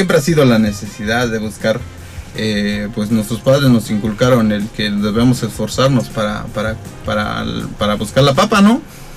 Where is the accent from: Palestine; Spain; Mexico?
Mexico; San Cristóbal de las Casas, Chiapas; Allá como que nacimos en Los Pinos